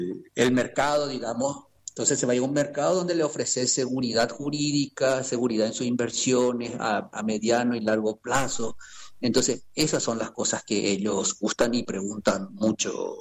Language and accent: Spanish; Pilar, Ñeembucú, Paraguay; moved away; yo soy de Pilar y nací con manufactura Pilar